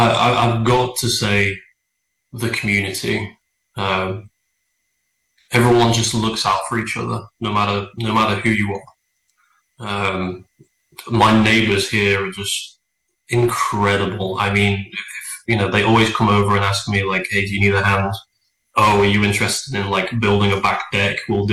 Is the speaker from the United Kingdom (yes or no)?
yes; England, United Kingdom; now in United States; becoming a US citizen, because I'm more patriotic to the US and, funnily enough, I'm more patriotic to my home country, is you're not allowed to fly the Union Jack or the England flag.